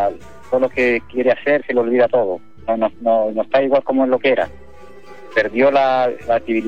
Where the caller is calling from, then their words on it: Lonquimay, Araucanía, Chile; De acá, Lonquimay, Pedregoso.